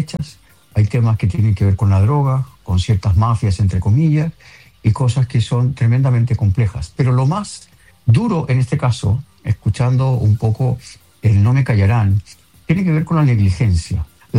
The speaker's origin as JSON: {"language": "Spanish", "town": "Quilicura", "region": "Santiago Metropolitan Region", "country": "Chile", "tie": "born there", "said": "yo nací en Quilicura. Yo nací, soy quilicurano, en esa época, la época de los fundos, de las parcelas"}